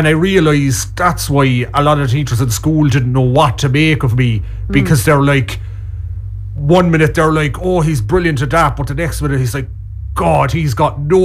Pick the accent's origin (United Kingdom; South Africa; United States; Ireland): Ireland; Cork, Munster; I grew up in Cork